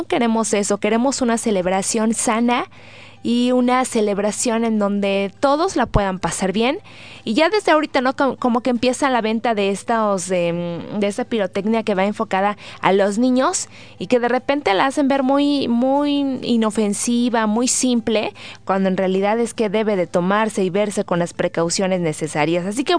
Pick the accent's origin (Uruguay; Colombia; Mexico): Mexico; todo aquello que nos identifica como mexicanos.